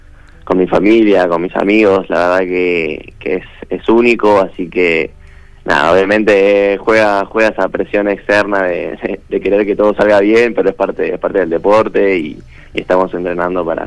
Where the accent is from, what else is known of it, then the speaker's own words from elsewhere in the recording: Rosario, Santa Fe, Argentina; Yo soy rosarino